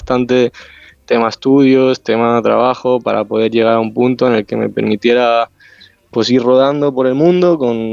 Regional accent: Terrassa, Catalonia, Spain; Yo soy de Tarrasa

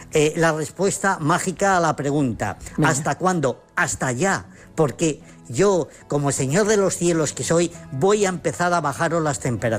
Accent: Zamora, Castile and León, Spain; Y además, sí, como soy como soy de Zamora y soy muy chulo

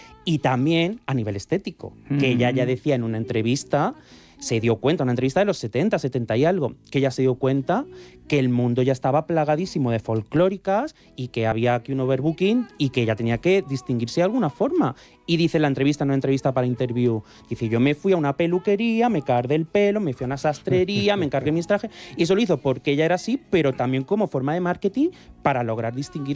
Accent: Andalusia, Spain; porque yo soy andaluz, o sea que llevaba como muy en la sangre esto del folclore

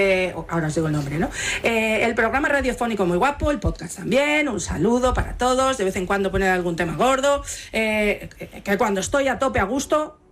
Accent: Spain; somos los españoles que queremos que vuelva a no acertar

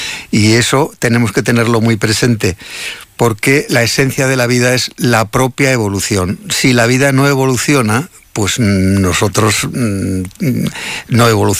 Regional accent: Cervera de Pisuerga, Castile and León, Spain; born there; moved away; el verano lo he pasado muy bien allá en mi pueblo

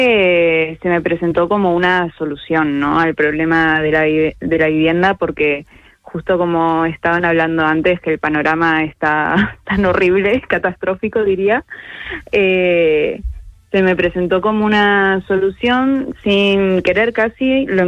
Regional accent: Argentina; si bien yo soy argentina, mi familia toda de España

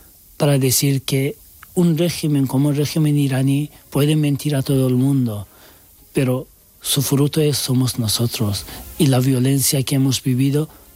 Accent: Turkey; Spanish is a second language; now in Spain; soy turco y podía pasar más fácil que los otros muchos, pero de igual forma molestaban mucho y querían deportarme a Irán. Que una persona de repente, como un ángel, llevó y me ayudó a venirme a España.

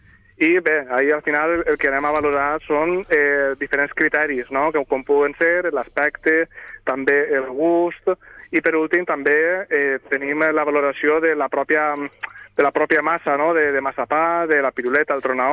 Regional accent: Valencian Community, Spain; tot allò que fomenta el que és la nostra identitat pròpia i la nostra identitat com a valencians.

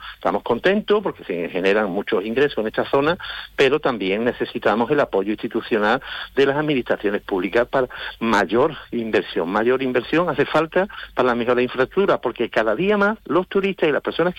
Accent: Chipiona, Andalusia, Spain; somos el pueblo más feliz de España

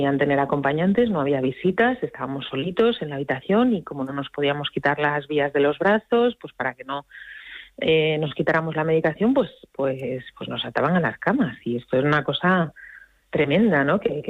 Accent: Asturias, Spain; Central de Asturias, porque yo soy asturiana, pues en brazos de unos padres aterrados

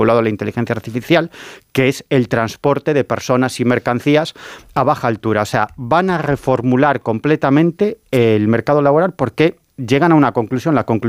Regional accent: Galicia, Spain; en Occidente estamos, como decimos en mi tierra, a velas vir, en gallego.

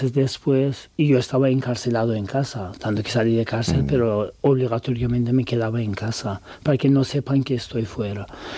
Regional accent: Turkey; Spanish is a second language; now in Spain; soy turco y yo podía pasar más fácil que los otros muchos, pero de igual forma molestaban mucho y querían deportarme a Irán.

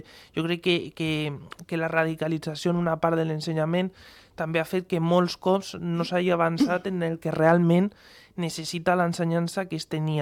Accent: Catalonia, Spain; Jo defenso el català, jo soc català

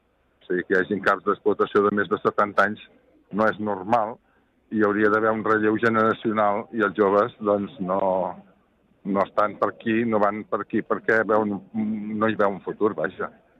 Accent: Catalonia, Spain; soc del Penedès i bàsicament tinc vinyes

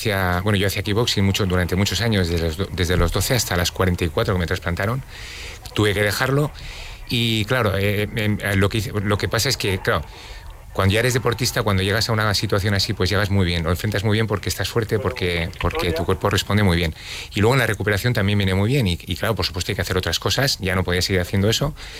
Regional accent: Pamplona, Navarre, Spain; Yo vengo de Pamplona.

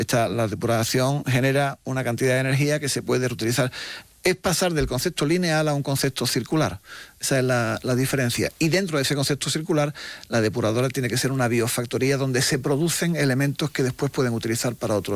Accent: Spain

